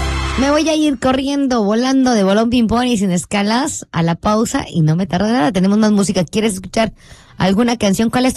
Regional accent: Yucatán, Mexico; Pero como somos buenos yucatecos, el tradicional panuche y salbut no falta en sábado.

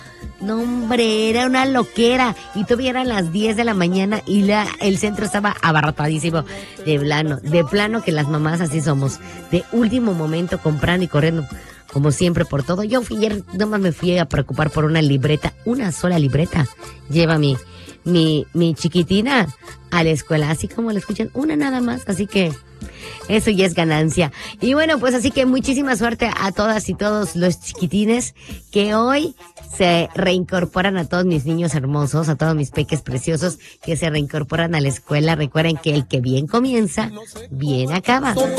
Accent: Yucatán, Mexico; como buenas mamás mexicanas y sobre todo yucatecas

